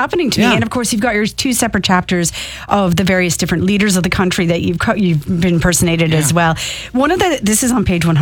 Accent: Canada; I didn't know who any of them were because I was fresh from Canada.

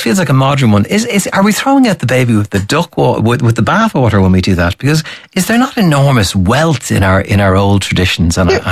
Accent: Ireland; And that's something that really is very ingrained in us as Irish people, isn't it?

